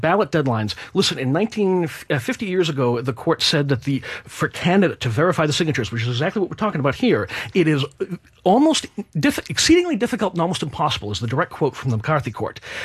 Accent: Lynnfield, Massachusetts, United States; So I'm born and raised in Linfield. I grew up here. I was homeschooled.

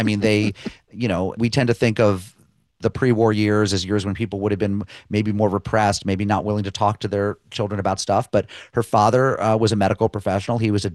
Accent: Springfield, Massachusetts, United States; growing up in Springfield, Massachusetts.

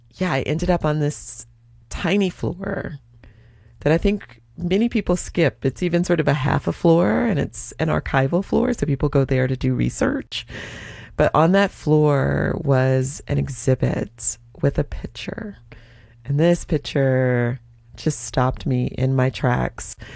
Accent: Atlanta, Georgia, United States; Jared, I am from Atlanta, Georgia. I didn't know anything about the ocean.

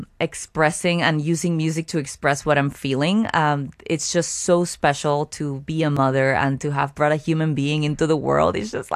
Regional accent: Caguas, Puerto Rico; my hometown, Caguas, Puerto Rico

